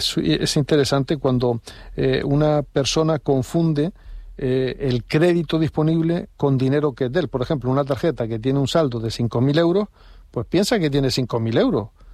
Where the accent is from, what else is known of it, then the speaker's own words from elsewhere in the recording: Spain; o no somos conscientes los españoles